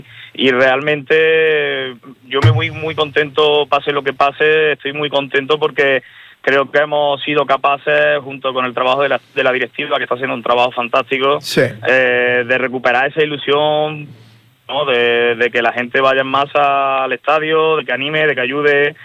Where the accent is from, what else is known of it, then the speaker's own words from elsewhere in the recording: Córdoba, Andalusia, Spain; yo soy cordobés, ¿eh?